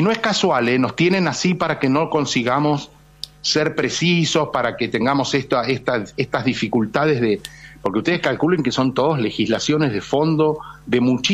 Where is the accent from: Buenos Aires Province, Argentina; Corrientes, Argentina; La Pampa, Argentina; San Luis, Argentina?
San Luis, Argentina; Yo soy de San Luis, hemos tenido recientemente incendios devastadores, son terribles.